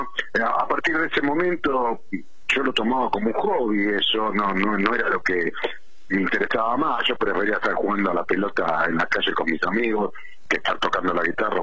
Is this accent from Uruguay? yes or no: no; Munro, Buenos Aires Province, Argentina; yo soy de Vicente López, concretamente de Munro. Ahora vivo en Carpachay, pero de Munro, y fui al colegio integral de Munro.